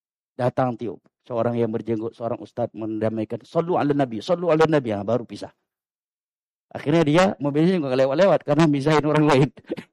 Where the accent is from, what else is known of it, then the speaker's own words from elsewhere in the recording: Aceh, Indonesia; sebagai orang Aceh.